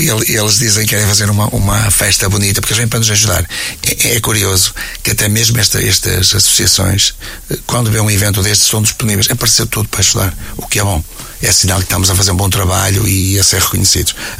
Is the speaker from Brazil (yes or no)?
no; Lousada, Norte, Portugal; é a minha terra. Eu sou de Caio de Rei e já não saio de lá